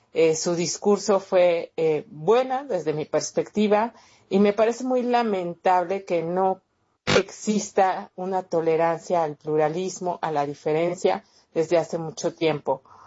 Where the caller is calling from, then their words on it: Mexico City, Mexico; yo soy de la Ciudad de México